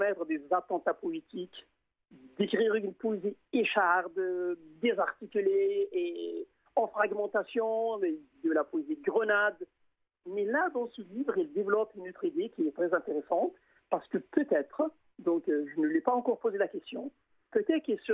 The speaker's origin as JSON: {"language": "French", "region": "Drâa-Tafilalet", "country": "Morocco", "said": "ce qu'on appelle chez nous dans le Tafilal, ce bouquin-là."}